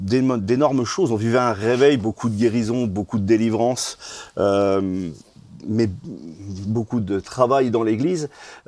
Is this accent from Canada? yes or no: no; Portugal; moi, je suis portugais